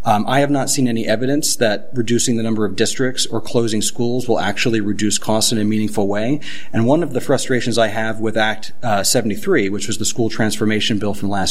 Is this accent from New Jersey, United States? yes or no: yes; New Jersey, United States; now in Vermont, United States; the place where I grew up in New Jersey had a farm near where my folks live